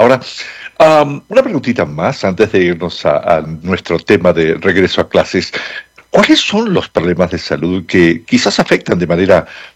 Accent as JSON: {"language": "Spanish", "country": "Venezuela", "moved": "yes", "said": "allá en mi país, yo soy de Venezuela"}